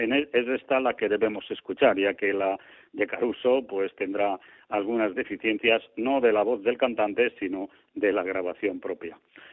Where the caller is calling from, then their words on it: Petrer, Valencian Community, Spain; Hola, muy buenos días. … de Petre en Alicante.